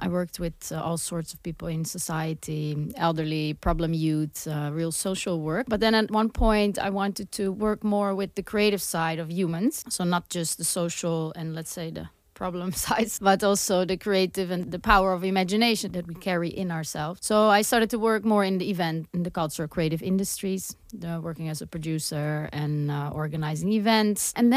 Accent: Amsterdam, North Holland, Netherlands; moved away; I'm a city girl. I'm born and raised in Amsterdam

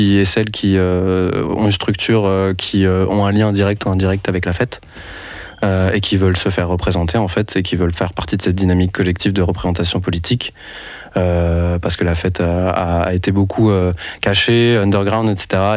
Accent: Lyon, Auvergne-Rhône-Alpes, France; now in Brussels, Belgium; moi, je suis français, je suis d'origine, je viens de Lyon et je travaillais dans la production musicale d'événements, etc.

